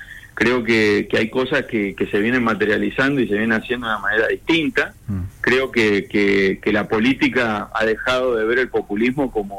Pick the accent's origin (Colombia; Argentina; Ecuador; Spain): Argentina; now in Cuyo, Argentina; soy el representante de la Unión Industrial Argentina acá en Cuyo